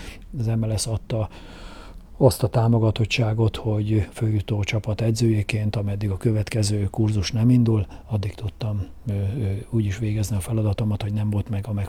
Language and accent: Hungarian; Kecskemét, Bács-Kiskun, Hungary; a kecskeméti lakosokra, nem csak azért, mert itt születtem, ugye a városközpontban, itt nőttem föl az egyik városrészben, ugye a Széchenyi városba